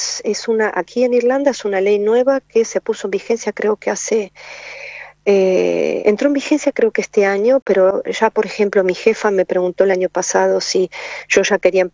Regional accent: Argentina; moved away; en el pueblo, que es un pueblo chiquito donde vivimos, somos tres familias argentinas

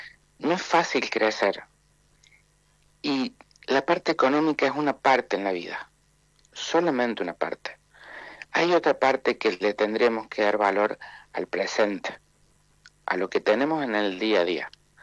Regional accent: Argentina; somos argentinos

